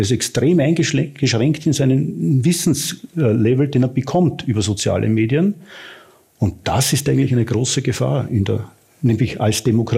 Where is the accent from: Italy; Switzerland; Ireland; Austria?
Austria; Und da sind wir als Österreicher genau mittendrin.